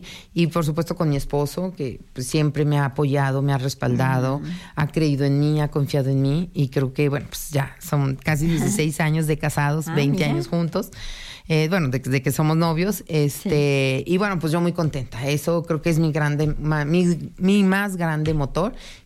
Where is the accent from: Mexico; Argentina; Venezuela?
Mexico; Aguascalientes; born or raised there